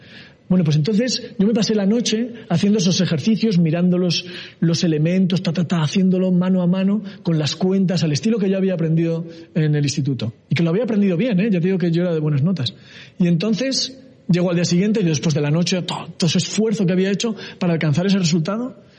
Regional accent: Logroño, La Rioja, Spain; Pero no había informática en Logroño, de donde yo soy, no había informática

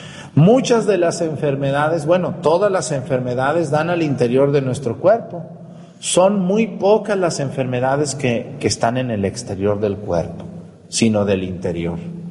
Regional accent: Mexticacán, Jalisco, Mexico; moved away; mi pueblo, allá de donde yo soy, de mi pueblo, Mesticacán.

